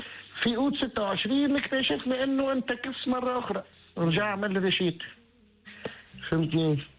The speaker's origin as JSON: {"language": "Arabic", "town": "Enfidha", "region": "Sousse Governorate", "country": "Tunisia", "tie": "born or raised there", "said": "أنا أصيل نفيدة ولاية سوسة"}